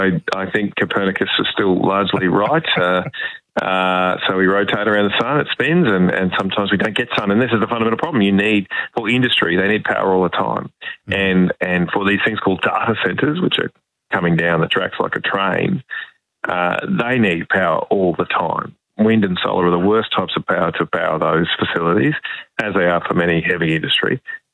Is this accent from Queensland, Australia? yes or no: yes; Rockhampton, Queensland, Australia; Yesterday I had a round table of accountants and finance advisors in my hometown of Rockhampton.